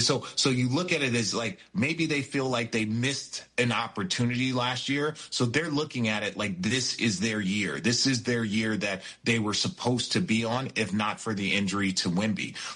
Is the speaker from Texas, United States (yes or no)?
no; New York City, New York, United States; As a New Yorker, don't marvel too much.